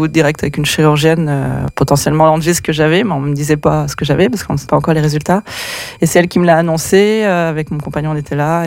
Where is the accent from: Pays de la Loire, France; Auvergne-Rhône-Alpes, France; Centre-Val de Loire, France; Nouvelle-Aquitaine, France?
Centre-Val de Loire, France; Tours; also born or lived in Drôme